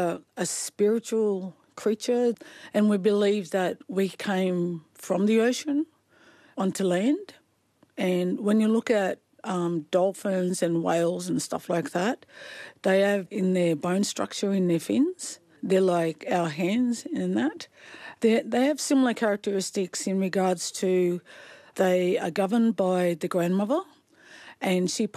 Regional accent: Sydney, New South Wales, Australia; born there; Well, I was born in Sydney, so I'm very much connected with my languages from Goombangi, Yagal, North Coast, all the way down to La Perouse and then down to Rook Bay and Jervis Bay.

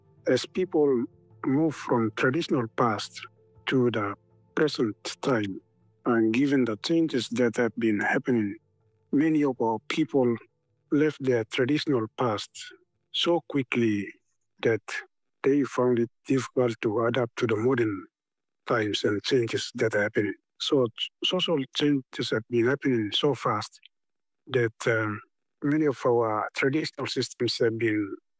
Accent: Simbu, Papua New Guinea; I'm from Simbu, and Simbu is the place where sorcery accusation and killing is so common.

